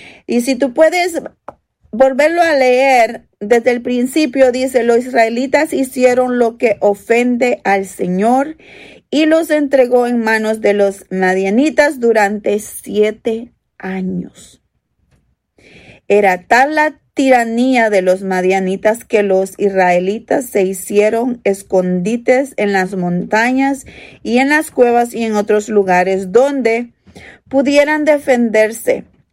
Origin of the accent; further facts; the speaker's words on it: El Salvador; moved away; yo que soy salvadoreña